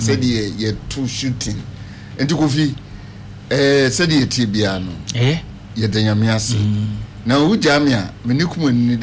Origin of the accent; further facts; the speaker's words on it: South Sudan; and I'm from South Sudan.